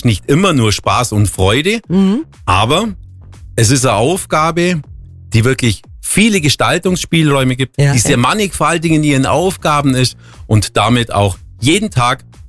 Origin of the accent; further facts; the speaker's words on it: Waltenhofen, Bavaria, Germany; Tatsächlich bin ich natürlich sehr gerne in Waltenhofen aufgewachsen, mag diesen Ort.